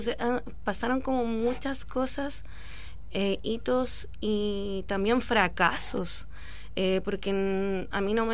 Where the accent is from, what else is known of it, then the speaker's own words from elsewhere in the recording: Valparaíso, Chile; also born or lived in Santiago; yo salí del Liceo 2 de Niñas y de Valparaíso, y me puse a trabajar al tiro, y prácticamente fue al tiro de promotora. Entonces trabajé acá y trabajé en Santiago